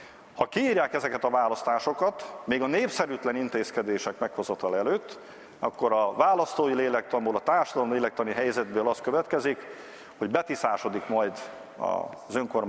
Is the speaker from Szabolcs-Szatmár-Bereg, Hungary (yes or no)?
yes; Csenger District, Szabolcs-Szatmár-Bereg, Hungary; ráadásul ez a Csengeri járás egyik települése, az ország legszegényebb járása, ahonnan én származom.